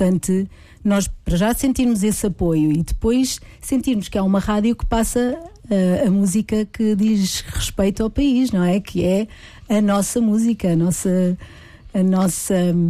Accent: Benavente, Santarém, Portugal; eu sou de Benavente

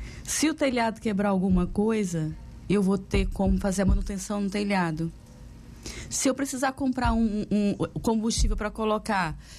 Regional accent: Brazil; moved away as an adult; now in Portugal; E eu, como venho do Brasil, morava numa casa térrea

